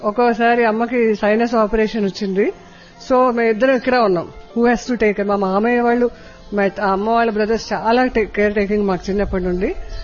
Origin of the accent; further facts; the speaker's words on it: Hyderabad, Telangana, India; నేను హైదరాబాద్ నుండి వచ్చాను.